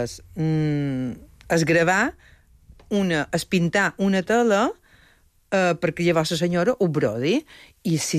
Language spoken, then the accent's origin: Catalan; Balearic Islands, Spain; En sóc un mallorquí, la veritat que de cada pin menys.